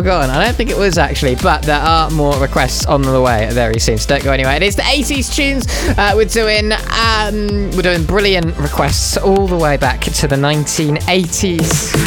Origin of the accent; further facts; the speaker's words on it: United Kingdom; Because I'm British